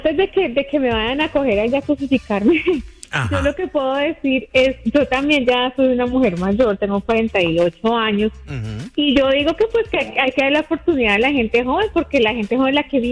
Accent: Colombia; moved away; en mi país de Colombia

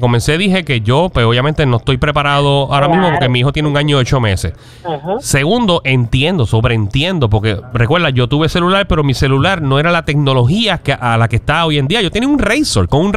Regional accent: Levittown, Toa Baja, Puerto Rico; Por eso somos de Levitown.

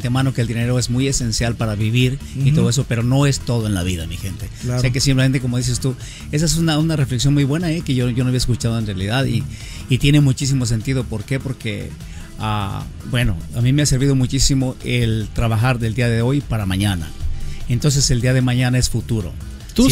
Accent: Michoacán, Mexico; moved away as an adult; also born or lived in Mexico City, Mexico; now in Addison, United States; yo soy de Michoacán, México, y bueno, a muy temprana edad yo me fui para el DF a trabajar.

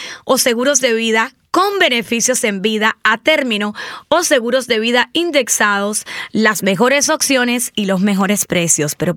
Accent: Cuba; Yo me crié en Cubita la Bella. Y que bueno, que ahora la verdad que no está tan bella.

